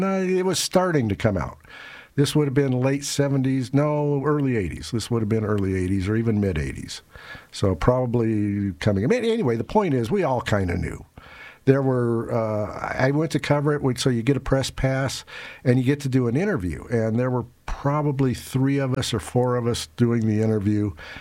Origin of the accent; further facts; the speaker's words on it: Denver, Colorado, United States; now in Las Cruces, United States; Oh, I grew up in Denver.